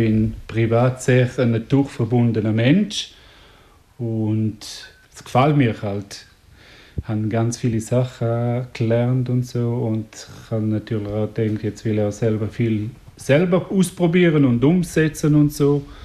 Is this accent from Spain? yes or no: no; Graubünden, Switzerland; accent: Bündner; first language Romansh; German is a second language; now in Zurich, Switzerland; Vielleicht merkt man noch, ich bin ein Bündner. Bin in Graubünden aufgewachsen. Meine Muttersprache ist Rätoromanisch. Das ist so. Ja. Bin aber seit knapp 23 Jahren hier in Zürich.